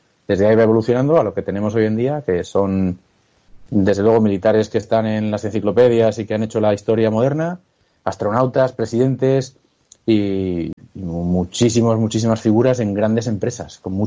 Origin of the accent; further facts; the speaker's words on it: Spain; moved away as an adult; now in United States; Como español ahora mismo es un poco de impotencia, ¿no? De ver desde la distancia